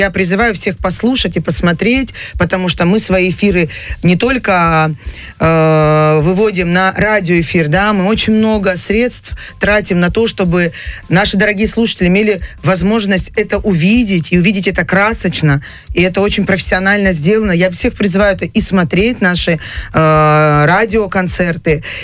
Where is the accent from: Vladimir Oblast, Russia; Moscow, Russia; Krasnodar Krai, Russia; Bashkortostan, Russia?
Krasnodar Krai, Russia; наша кубанская душа